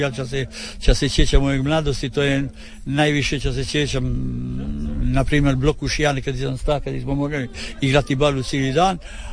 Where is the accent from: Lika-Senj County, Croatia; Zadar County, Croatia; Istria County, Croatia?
Istria County, Croatia; Pula; Tako je, rođen sam u Puli, ali do 53. Galita sam živio tote na Svetom Mikuli